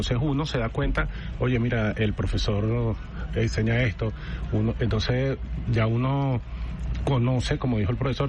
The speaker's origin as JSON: {"language": "Spanish", "country": "Venezuela", "lives_now": "Caracas, Venezuela", "said": "uno como venezolano"}